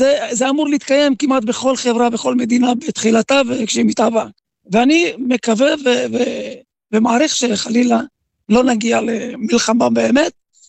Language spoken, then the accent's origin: Hebrew; Sderot, Southern District, Israel; כל חיי הגעתי, נולדתי כאן, בקצב הזה נראה לי שגם אני אמות כאן.